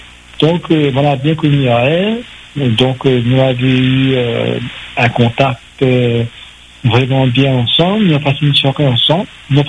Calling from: Saint-Paul, Réunion; je suis de Saint-Paul.

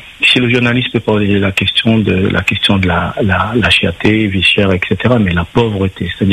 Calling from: Réunion; je suis réunionnais

